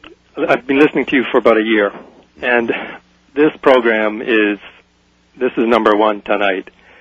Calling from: Vancouver, British Columbia, Canada; I'm calling you from Vancouver, B.C., 1410 C-Fund. It's where I listen to you.

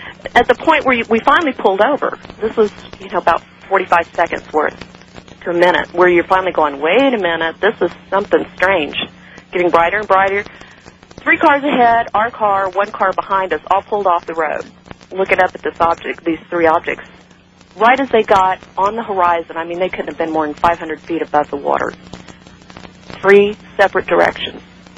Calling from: Destin, Florida, United States; I'm from Destin

